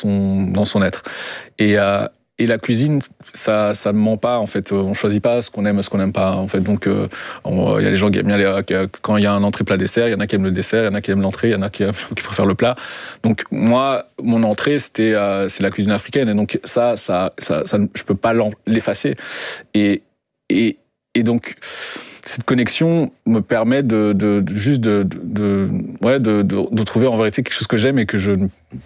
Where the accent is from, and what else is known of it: Belgium; born or raised there